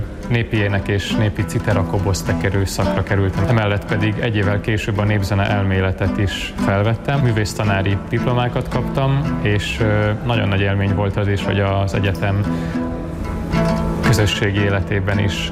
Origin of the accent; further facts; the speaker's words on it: Nova, Zala, Hungary; Zala megyében töltöttem a gyermekkoromat egy kis faluban, Nován